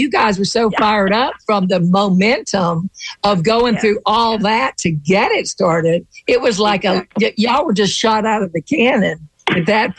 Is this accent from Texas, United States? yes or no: no; Mobile, Alabama, United States; now in Florida, United States; originally I was from Mobile, Alabama. And, you know, we have so much seafood there